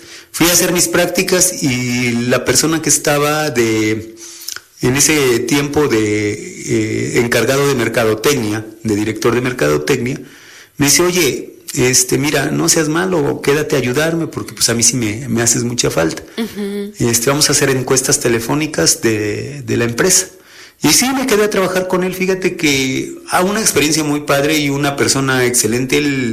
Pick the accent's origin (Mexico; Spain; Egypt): Mexico; Oriental, Puebla; born or raised there; also born or lived in Xalapa